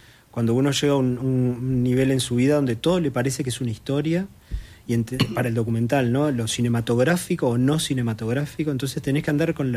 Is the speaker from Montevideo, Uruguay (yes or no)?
yes; Montevideo, Uruguay; now in Malvín, Montevideo, Uruguay; Nací en La Unión. Y ese fue como el barrio de toda mi niñez y parte de mi juventud. Y después, en realidad, en mi vida más de adulto fue Malvín.